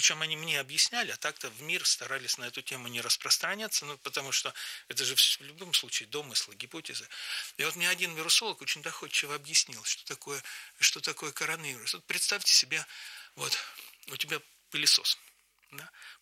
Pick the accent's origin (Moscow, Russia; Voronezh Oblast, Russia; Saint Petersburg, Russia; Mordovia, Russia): Voronezh Oblast, Russia; Pavlovsk; Я сейчас как бы работаю рекламным агентом моего родного города Павловска, Воронежской области.